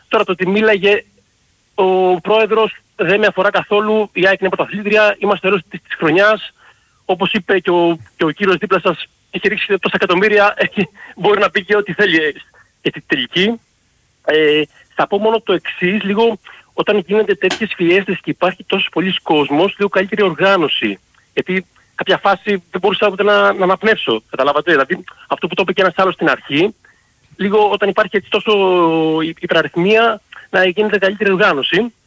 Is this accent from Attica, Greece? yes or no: yes; Nikaia, Attica, Greece; από Νίκαια.